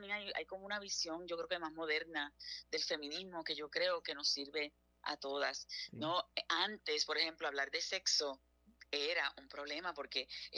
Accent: Puerto Rico; moved away; yo me fui de Puerto Rico

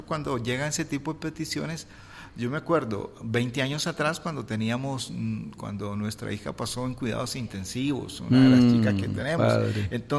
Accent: Nicaragua; yo soy de origen nicaragüense, ¿verdad? Nacido hace 6 décadas atrás

